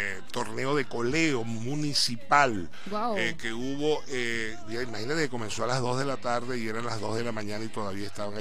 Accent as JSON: {"language": "Spanish", "town": "Maracaibo", "region": "Zulia", "country": "Venezuela", "tie": "born or raised there", "moved": "yes", "said": "allá en mi tierrita natal Maracaibo"}